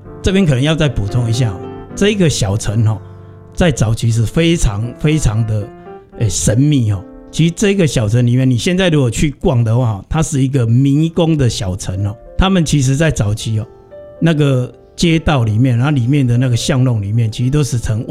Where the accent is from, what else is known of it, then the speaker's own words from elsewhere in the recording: New Taipei, Taiwan; 这就是我的故乡。